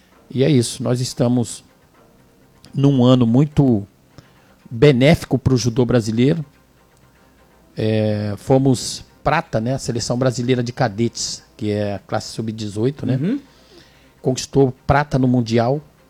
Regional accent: São Paulo, Brazil; Sou paulista.

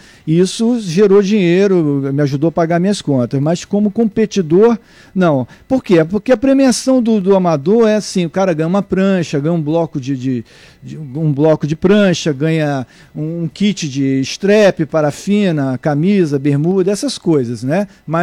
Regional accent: Niterói, Rio de Janeiro, Brazil; also born or lived in Salvador; eu nasci em Salvador, Bahia, fui criado em Niterói e no Rio de Janeiro.

